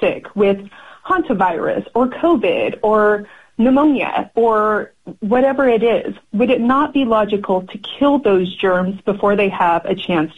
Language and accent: English; Idaho, United States; born or raised there